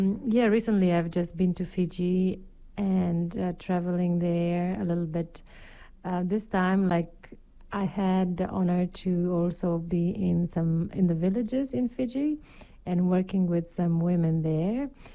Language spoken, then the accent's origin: English; Romania; from Romania